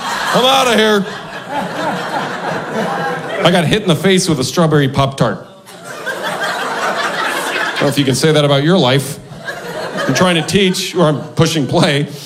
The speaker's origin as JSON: {"language": "English", "town": "Omaha", "region": "Nebraska", "country": "United States", "tie": "born or raised there", "lives_now": "Milwaukee, United States", "said": "I grew up in Omaha. I went to private schools."}